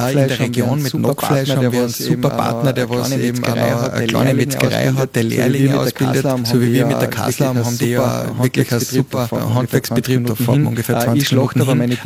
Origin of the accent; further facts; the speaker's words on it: Styria, Austria; moved away as an adult; now in Millstätter See, Carinthia, Austria; Also meine Frau ist überhaupt aus Wien. Ich komme aus der Steiermark